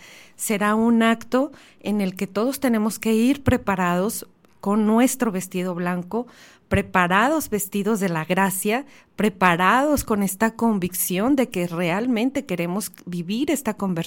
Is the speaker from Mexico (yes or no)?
yes; Mexico